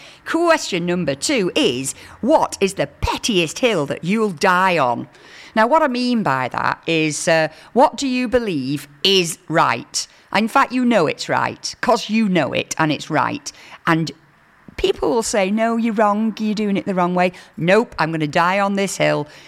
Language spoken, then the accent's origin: English; Lancaster, North West England, United Kingdom; I am from Lancaster.